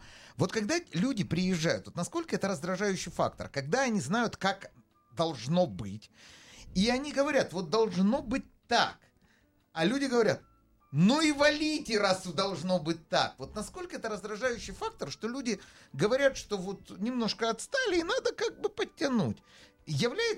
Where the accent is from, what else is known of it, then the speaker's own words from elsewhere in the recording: Kharkiv, Kharkiv Oblast, Ukraine; now in Israel; Я приехал в Израиль, например, в моем родном городе Харьков не было ни одного супермаркета.